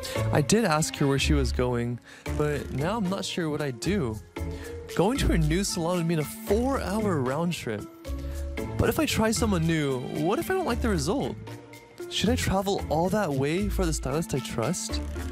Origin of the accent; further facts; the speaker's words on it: Canada; now in South Korea; from Canada, and I've been living in Korea for 4 years.